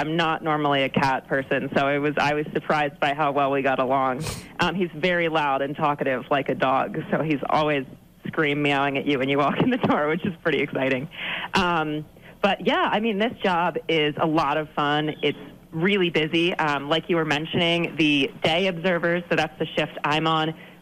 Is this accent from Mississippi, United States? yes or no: no; Pennsylvania, United States; moved away as an adult; also born or lived in Dartmouth, New Hampshire; now in Mount Washington, New Hampshire, United States; I'm from Pennsylvania originally, South Central, near Gettysburg.